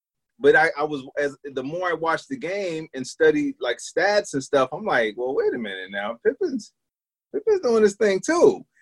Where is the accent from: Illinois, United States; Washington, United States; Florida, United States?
Illinois, United States; Chicago; Dude, and when they find out I'm from Chicago, they'll be like, oh, what do you think about the Sox or the Cubs?